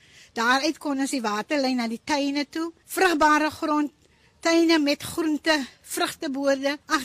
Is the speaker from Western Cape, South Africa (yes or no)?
yes; Stanford, Western Cape, South Africa; Ek is gebore in Stanford, maar ek het gewoon in die Vlei-land, die mooiste deel in Stanford